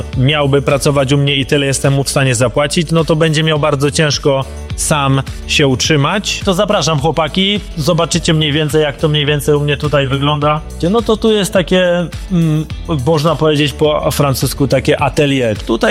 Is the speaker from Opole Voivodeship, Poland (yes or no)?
no; Silesian Voivodeship, Poland; moved away as an adult; now in Brussels, Belgium; Ja jestem ze Śląska, z Szczechowic.